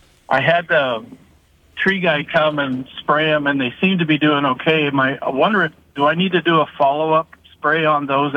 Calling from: Beatrice, Nebraska, United States; from Beatrice.

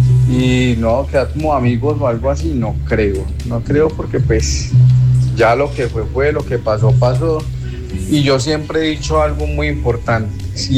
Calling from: Quimbaya, Quindío, Colombia; Un saludo aquí desde Quimbaya.

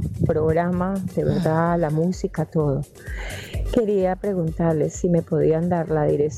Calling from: Las Palmas de Gran Canaria, Canary Islands, Spain; Y de Las Palmas de Gran Canaria.

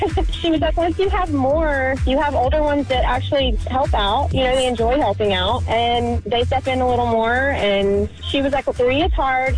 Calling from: Woodstock, Georgia, United States; I'm from Woodstock.

